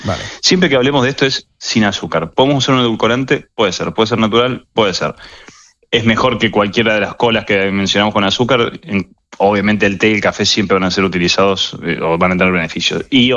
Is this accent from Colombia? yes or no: no; Argentina; Yo, siendo argentino, también lo tiene.